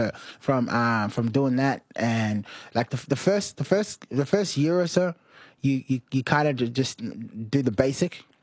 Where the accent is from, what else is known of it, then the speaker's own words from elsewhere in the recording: Australia; say we're Australian, people will say you're not. And then when we celebrate our Sudanese, they're like, well, if you like it so much, why don't you go back?